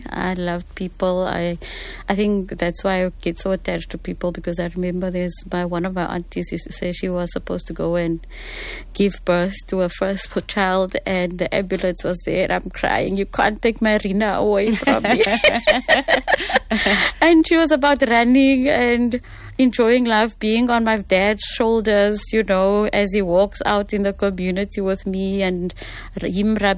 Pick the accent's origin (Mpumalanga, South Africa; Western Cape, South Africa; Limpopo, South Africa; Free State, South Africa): Western Cape, South Africa; Wellington; growing up in Wellington, it was hot